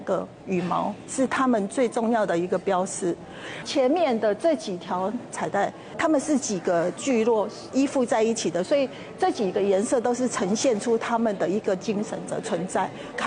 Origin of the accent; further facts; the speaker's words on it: Quanzhou, Fujian, China; 所以我根本不用去验证我到底是哪里人，我觉得认为我就是泉州人